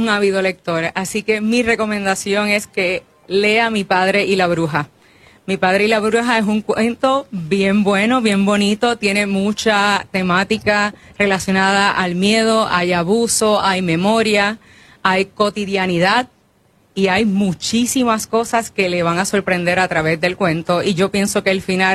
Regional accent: Villalba, Puerto Rico; also born or lived in San Lorenzo; Yo soy natural de San Lorenzo, pero mi mamá era de Villalba, así que mi niñez pasó en los campos de Villalba.

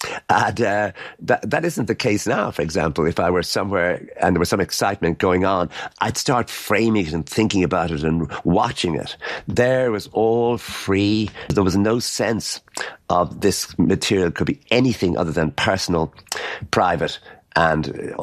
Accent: Ireland; moved away as an adult; now in United States

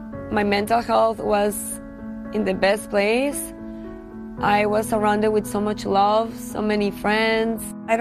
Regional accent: Mexico City, Mexico; English is a second language; moved away as an adult; now in New York, United States; Growing up in Mexico

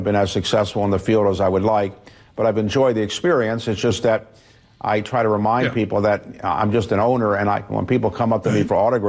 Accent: Baltimore, Maryland, United States; I would give my own story about why I became an owner of the Baltimore Orioles, my hometown baseball team.

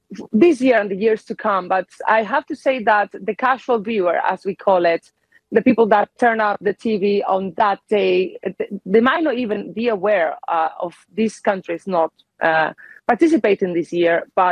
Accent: Spain; now in Aberdeen, United Kingdom; I'm from Spain

